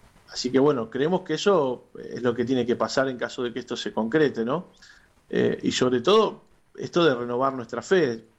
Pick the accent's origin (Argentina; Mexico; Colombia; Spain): Argentina; es un buen momento para que como argentinos nos pongamos por encima de todo, ¿no?